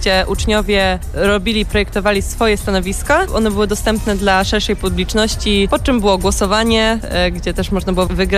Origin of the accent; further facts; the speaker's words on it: Białystok, Podlaskie Voivodeship, Poland; now in Gdańsk, Poland; studentka psychologii na Uniwersytecie ZWPS i absolwentka trzeciego liceum ogólnokształcącego w Białymstoku.